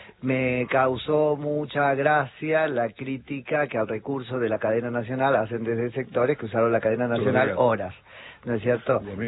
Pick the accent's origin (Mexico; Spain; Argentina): Argentina